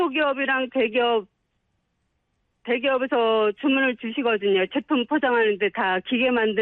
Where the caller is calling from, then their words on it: Suwon, Gyeonggi Province, South Korea; 저는 집이 수원인데 안양으로 출퇴근한 지 지금 10년이 넘었어요.